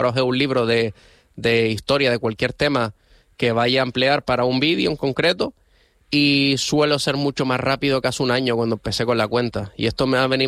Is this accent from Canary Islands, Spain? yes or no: yes; Las Palmas de Gran Canaria, Canary Islands, Spain; born there; soy canario